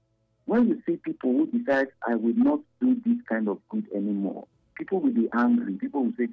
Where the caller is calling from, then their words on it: Nigeria; from Ijaw.